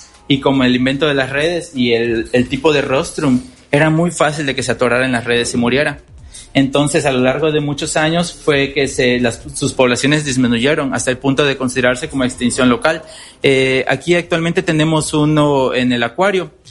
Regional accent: Campeche, Mexico; now in Veracruz, Mexico; De donde yo soy, que es igual donde estamos, en la Laguna de Términos

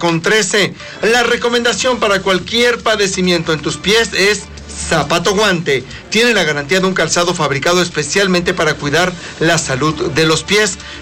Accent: Acatlán de Osorio, Puebla, Mexico; no le preguntaste de mi pueblo, de Acatlán de Osorio, qué cosa va a pasar con Acatlán de Osorio

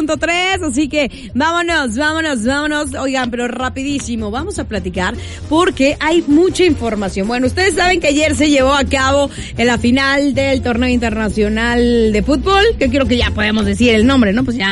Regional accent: Mexico

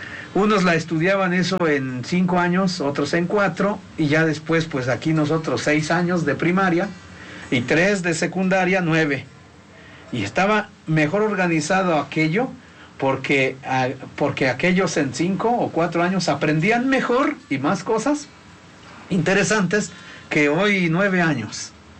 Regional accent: Tlachichuca, Puebla, Mexico; born there; Hice 6 años de primaria, allí telesecundaria, el bachillerato general, el colegio de bachilleres, ya en Tlachichuca.

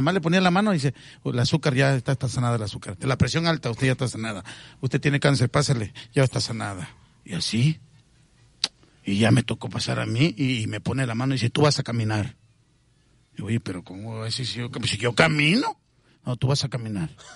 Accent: Tlaxcala, Mexico; mi pueblo, allá en Tlaxcala

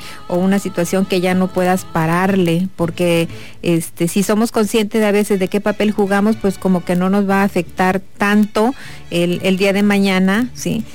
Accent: Mexico; la mayoría somos grandes mexicanos que queremos lo mejor para nuestro país.

